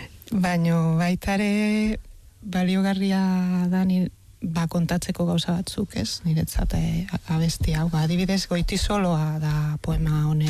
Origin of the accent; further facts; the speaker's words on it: Barcelona, Catalonia, Spain; Basque is a second language; Nik ere nire gaztelaniaz hitz egiten zuen familia batetik nator. Bartzelonakoa naiz.